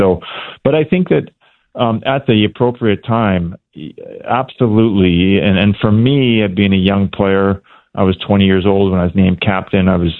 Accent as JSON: {"language": "English", "region": "Alberta", "country": "Canada", "tie": "born or raised there", "said": "as a kid growing up in Alberta"}